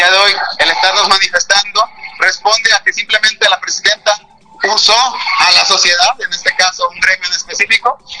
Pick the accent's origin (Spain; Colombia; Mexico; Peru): Mexico